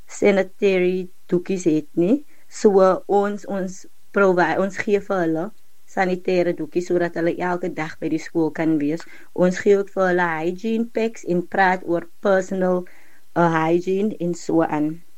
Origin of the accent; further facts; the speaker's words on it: Herbertsdale, Western Cape, South Africa; van Hubbard Style. Ek is nou nie gebore daar nie, maar ek is wel getoe in Hubbard Style. Vir die luisteraars wat nie weet waar Hubbard Style is, dit is 'n klein warm dorpie, so 50 km van Mosselbaai af.